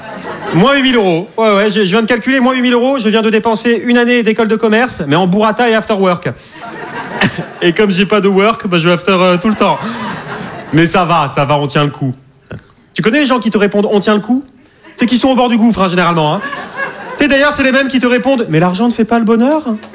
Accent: Nouvelle-Aquitaine, France; je viens du bassin d'Arcachon.

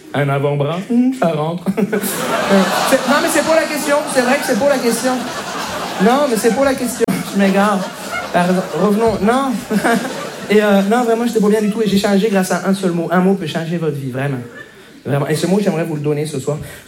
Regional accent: Montreal, Quebec, Canada; Bonjour, je me présente … je viens de Montréal.

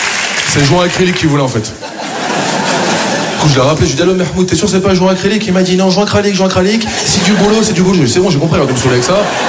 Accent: France

